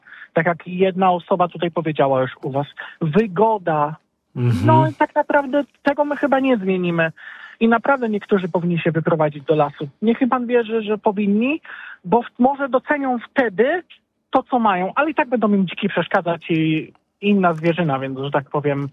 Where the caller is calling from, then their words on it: Wolsztyn, Greater Poland Voivodeship, Poland; co prawda Kalisz to może kawałek ode mnie, ale ja mieszkam we Wolsztynie, czyli słynnym mieście parowozów kolejowych.